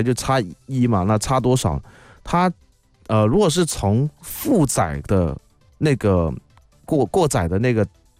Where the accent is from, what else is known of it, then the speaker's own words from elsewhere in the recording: Guangdong, China; 啊，我们广东人说啊，你未来万一在哪崴着，